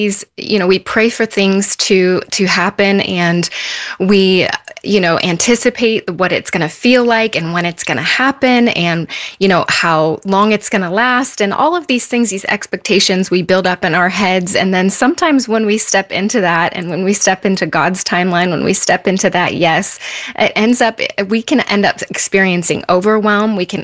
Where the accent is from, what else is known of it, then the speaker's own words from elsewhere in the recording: Pacific Northwest, United States; moved away as an adult; now in Florida, United States; stepped into Florida living when I was from the Pacific Northwest, which felt like a different planet